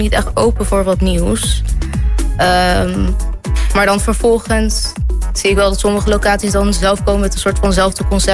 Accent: Utrecht, Netherlands; Nou, ik ben zelf opgegroeid in Utrecht.

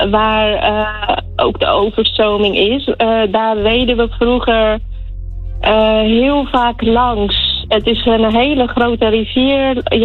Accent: Nepal; now in Rotterdam, Netherlands; Wij staan nu 6-7 jaar in Kralingen. En mensen weten dat we uit Nepal komen.

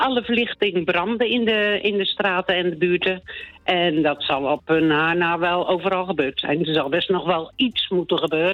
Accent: Oudkerk, Friesland, Netherlands; wij komen natuurlijk zelf van Oudkerk.

